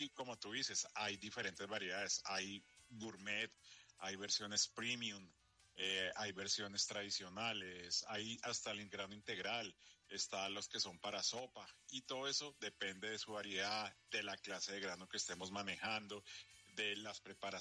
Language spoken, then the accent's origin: Spanish; Colombia; lo que nosotros buscamos como país colombiano